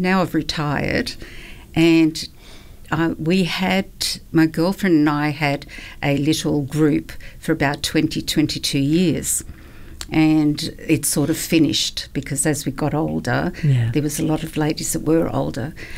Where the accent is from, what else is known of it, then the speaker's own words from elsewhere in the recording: Melbourne, Victoria, Australia; moved away as an adult; now in Western Australia, Australia; I come from Melbourne, and I grew up there, and it's cold.